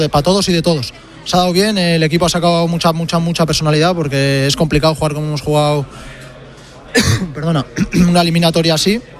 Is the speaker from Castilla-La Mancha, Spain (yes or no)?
no; Basque Country, Spain; Soy vasco, sabes que soy vasco.